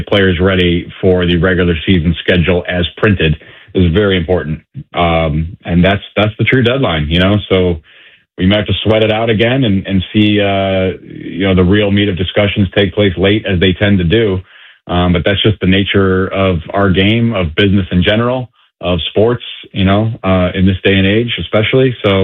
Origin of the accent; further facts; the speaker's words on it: Cleveland, Ohio, United States; You know, I grew up in Cleveland